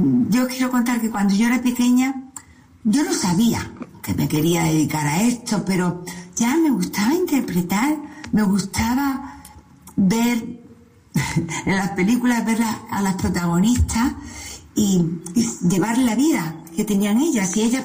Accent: Málaga, Andalusia, Spain; Mi madre tuvo el honor y el gusto de parirme en Málaga. Bueno, a mí y a mis hermanos. Y siempre mi tierra

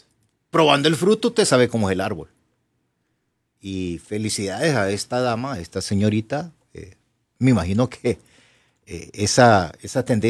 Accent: Honduras

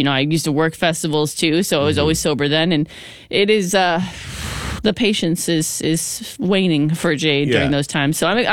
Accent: Sidney, British Columbia, Canada; And shout out to my hometown.

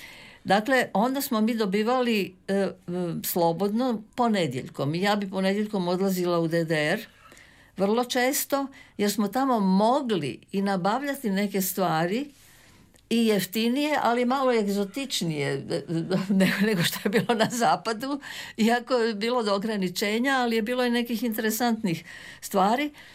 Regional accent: Croatia

